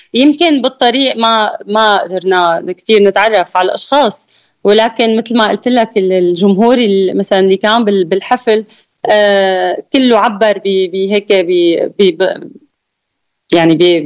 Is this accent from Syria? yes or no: yes; Syria; بالنسبة لنا كان كسوريين هونيك